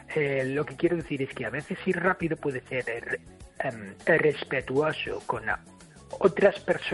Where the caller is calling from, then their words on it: Ireland; Spanish is a second language; Yo soy irlandés y te prometo que cuando hablo en inglés hablo bastante más rápido que cuando hablo en español, porque obviamente mi español no es tan fluido como mi inglés.